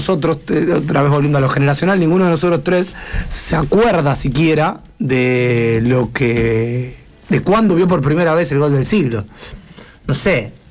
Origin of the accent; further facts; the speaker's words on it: Argentina; nosotros como argentinos